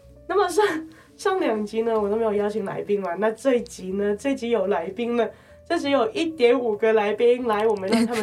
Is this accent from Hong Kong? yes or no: yes; Hong Kong; now in Taiwan; 因为我是香港人嘛